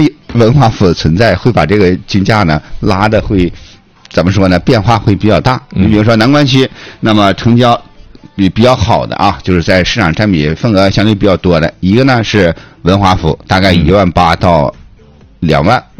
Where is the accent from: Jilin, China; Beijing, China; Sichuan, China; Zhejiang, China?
Jilin, China; Changchun